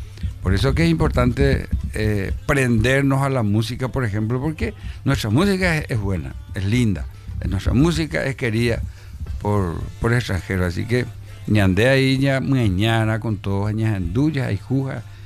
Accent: Paraguay; Y de nosotros, ¿verdad? Ñandé ya yo hay que ver como paraguayo

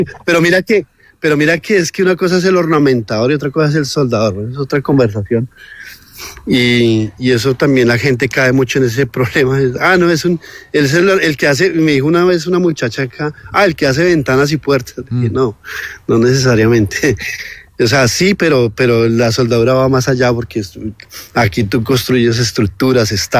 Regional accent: Bogotá, Colombia; moved away; Yo soy bogotano. Yo vivía en Ciudad Bolívar. Y yo estudiaba en Arborizadora Alta, en un barrio que se llama Potosí.

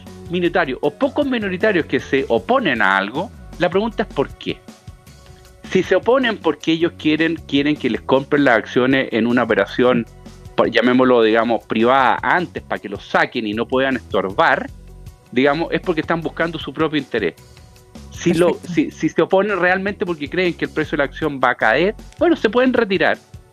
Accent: Chile

